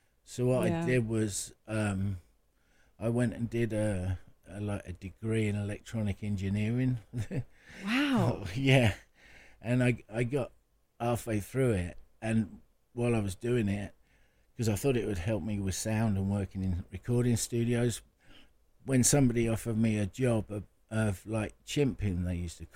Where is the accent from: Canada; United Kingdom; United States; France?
United Kingdom; Luton, East of England; born there; moved away; also born or lived in Lowestoft / London; I bumped around in a bunch of bands in London because I was born in Luton